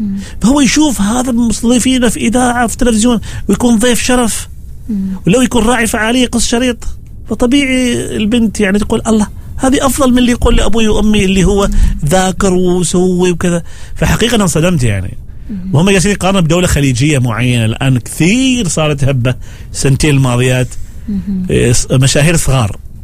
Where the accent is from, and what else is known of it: Oman; accent: Omani